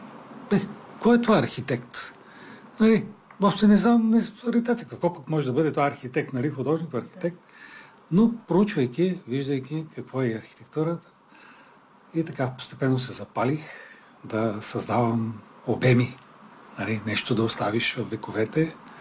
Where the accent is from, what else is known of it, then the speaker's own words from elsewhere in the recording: Blagoevgrad, Blagoevgrad Province, Bulgaria; also born or lived in Bachevo; На 4 години съм дошъл от моето родно село Бачево, Благоевград. И на квартира точно до почта, центъра на Благоевград.